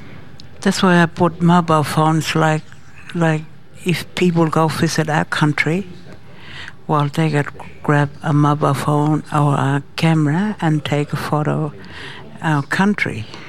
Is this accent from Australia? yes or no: yes; Hermannsburg, Northern Territory, Australia; I'm from Hammersbeck, Western Aranda woman